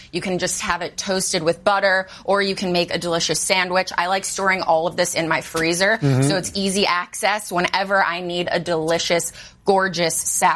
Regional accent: Midwest, United States; moved away; if you're in the Midwest, my hometown.

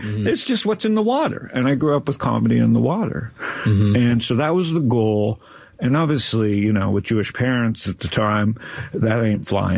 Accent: Toronto, Ontario, Canada; But I grew up in Toronto, and that was so when I was 75, watching Johnny Carson on my first TV.

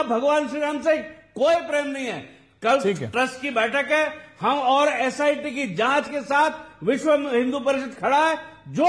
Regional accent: Kerala, India; मैं केरल का रहने वाला हूँ

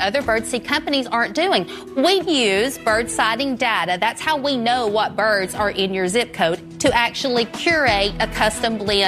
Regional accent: Dunlap, Tennessee, United States; Hey Sharks … from Dunlap, Tennessee, and I'm here seeking $150,000 for a 10% stake in my company.

